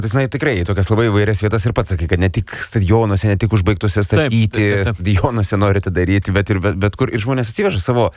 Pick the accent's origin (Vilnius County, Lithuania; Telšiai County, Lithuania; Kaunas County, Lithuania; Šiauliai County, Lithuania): Telšiai County, Lithuania; Plungė; O aš esu iš Plungės ir mes sakom, kad mes esam iš Plungės.